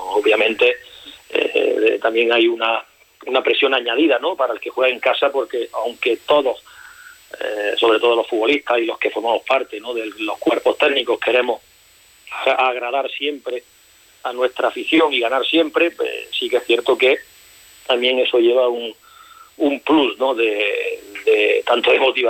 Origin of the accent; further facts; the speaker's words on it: Granada, Andalusia, Spain; el Granada B, que yo soy granadino